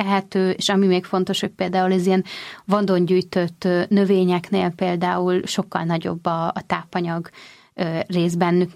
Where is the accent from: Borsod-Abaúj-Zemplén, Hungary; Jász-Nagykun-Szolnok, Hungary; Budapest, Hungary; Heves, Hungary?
Budapest, Hungary; mert én a Pagony utcában nőttem fel.